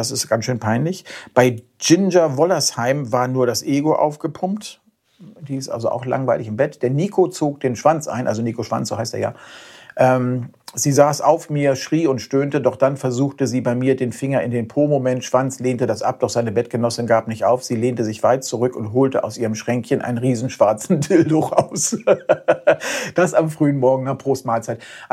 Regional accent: Germany

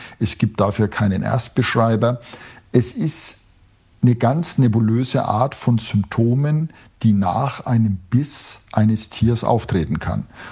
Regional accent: West Germany, Germany; Ich bin ja im Westen zwar aufgewachsen, aber wir hatten das ja auch in meiner Kindheit.

